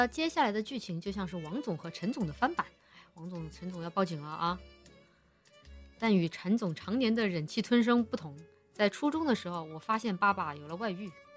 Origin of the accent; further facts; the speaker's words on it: Chongqing, China; 在我家乡重庆哈。